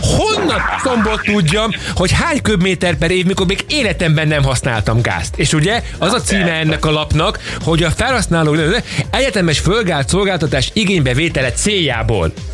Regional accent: Balassagyarmat, Nógrád, Hungary; Tehát, hogy én Balassagyarmatiként én Tarjánban nem tudtam időpontot kapni, mert hogy nem rak engem oda.

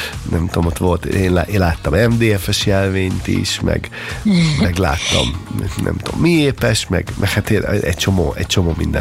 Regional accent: Balassagyarmat, Nógrád, Hungary; a szlovák-magyar határon, mert pedig én onnan származom, ugye Balassagyarmat onnan

